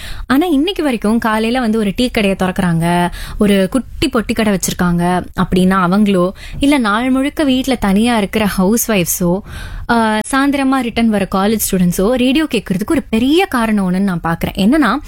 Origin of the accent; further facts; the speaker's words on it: Chennai, Tamil Nadu, India; born there; என்னோட சொந்த ஊர் சென்னை கிடையாது, ஆனா ஒரு 5 வயசு 6 வயசுல இருந்தே நான் சென்னையில இருக்கேன், மாறி மாறி இருக்கேன்.